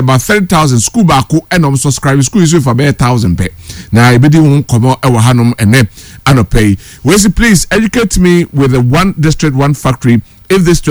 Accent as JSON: {"language": "English", "country": "Ghana", "said": "from Efijasi. In this country, our leaders always set priorities which are not really needed at the right time."}